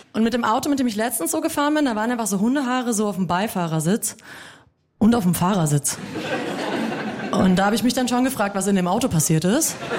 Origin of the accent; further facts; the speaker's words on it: Würzburg, Bavaria, Germany; now in Munich, Germany; Ich komme aus Würzburg, aber ich bin tatsächlich vor 10 Jahren nach München gezogen. Und ich habe letztens festgestellt, ich habe mich richtig gut integriert.